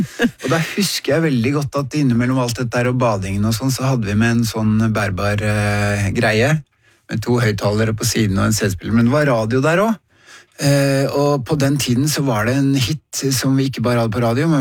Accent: Rælingen, Akershus, Norway; jeg vokste opp i Rælingen

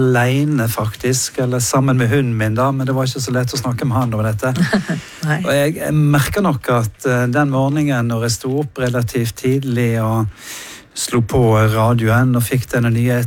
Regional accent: Dale, Vestland, Norway; hjemme der jeg vokste opp på Dale

